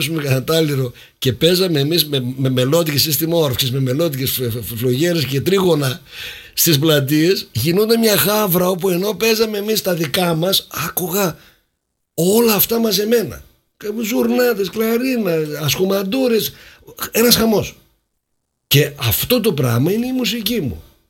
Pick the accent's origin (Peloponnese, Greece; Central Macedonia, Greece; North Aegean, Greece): Central Macedonia, Greece; Serres; moved away; Και εγώ είμαι Μακεδόνας. Γεννήθηκα στις Σέρες. Οι γονείς μου είναι από διάφορα άλλα μέρη της Ελλάδας